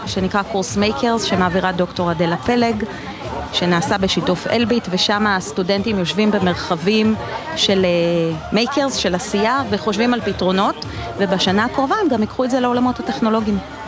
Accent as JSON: {"language": "Hebrew", "town": "Nahariya", "region": "Northern District", "country": "Israel", "also_born_or_lived": "Tel Aviv", "lives_now": "Kfar Vradim, Israel", "said": "אני מהצפון, אני גרה בכפר ורדים, במקור מנהריה."}